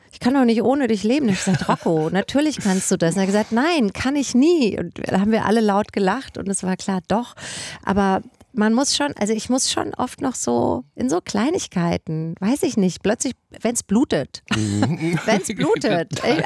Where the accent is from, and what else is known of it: Germany; born or raised there